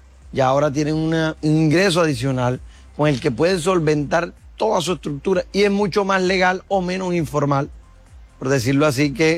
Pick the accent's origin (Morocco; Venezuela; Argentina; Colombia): Colombia; Magangué, Bolívar; yo nací en Magangué. Uh-huh. Magangué es el pueblo de mis amores. Yo nací allá, crecí allá, estudié allá.